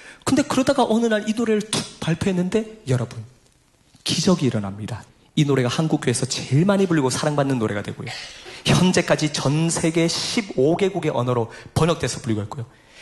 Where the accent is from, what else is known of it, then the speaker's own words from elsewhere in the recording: Daegu, South Korea; 저희 고향이 대구인데